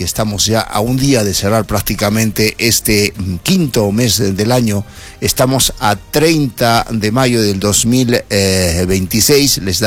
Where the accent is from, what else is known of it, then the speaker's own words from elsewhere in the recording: Peru; como somos los peruanos y peruanas, siempre aguerridos, siempre luchadores, siempre creativos